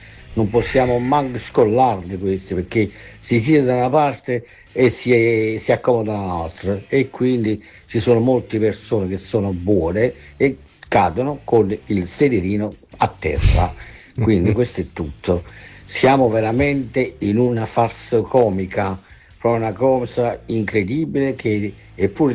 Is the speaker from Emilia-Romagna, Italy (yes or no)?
no; Cetara, Campania, Italy; now in Marseille, France; io sono d'origine campana, sono da Cetara, però vivo in Marsiglia.